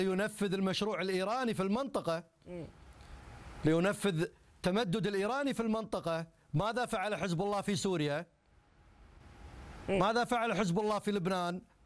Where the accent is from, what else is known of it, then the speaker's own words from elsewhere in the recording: Iraq; لكن للأسف نحن دائما من العراق أستاذ عدنان أستاذنا الفاضل